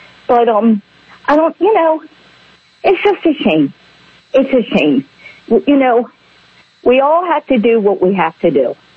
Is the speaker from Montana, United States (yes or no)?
no; Baltimore, Maryland, United States; I was born and raised in Dundalk, not Dundalk, I lived Dundalk, Baltimore City.